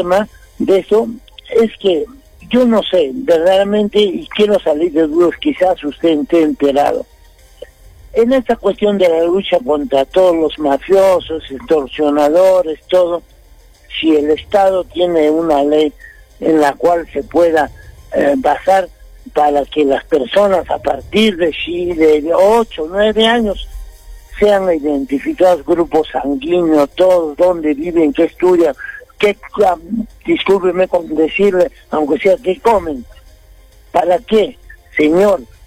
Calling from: Arequipa, Peru; como arequipeño

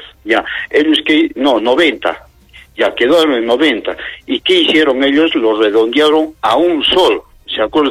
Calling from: Arequipa, Peru; yo soy de Cebalere, ya de la Avenida Las Torres.

